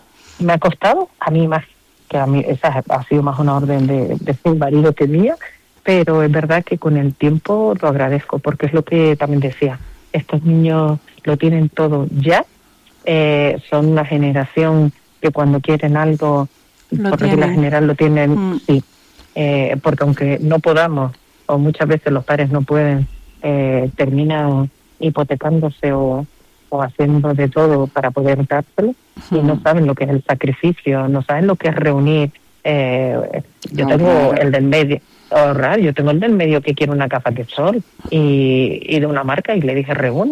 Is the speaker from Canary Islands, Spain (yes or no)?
yes; Canary Islands, Spain; Y yo, como buena canaria, que a veces no gusta llenar el chacán